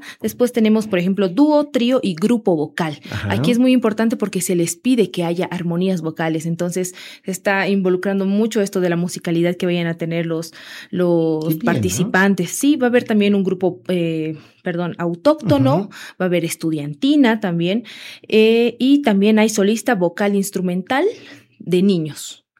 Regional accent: Bolivia; Y apoyar como bolivianos, ya que como bien decías, no se cuenta con tantos festivales ya en la actualidad.

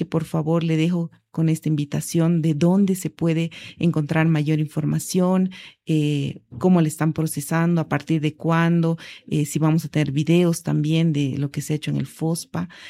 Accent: Bolivia; cómo nosotros como bolivianos también podemos vincularnos

